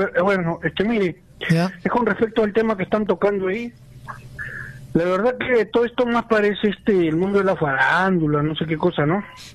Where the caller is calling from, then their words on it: Lima, Peru; Acá, de Lima.